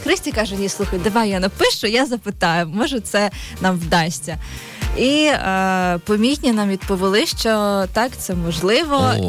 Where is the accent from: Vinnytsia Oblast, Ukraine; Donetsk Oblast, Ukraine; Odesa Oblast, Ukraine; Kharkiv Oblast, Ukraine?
Odesa Oblast, Ukraine; Odesa; Бо я сама одеситка